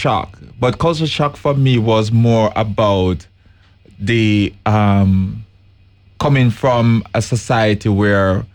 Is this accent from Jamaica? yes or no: yes; Jamaica; now in Netherlands; coming to the Netherlands, I'm from Jamaica.